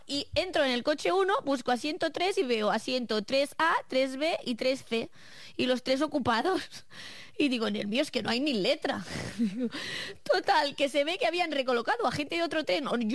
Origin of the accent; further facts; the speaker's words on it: Catalonia, Spain; yo pensaba que no podía ser más catalana, pues ahora soy más catalana aún.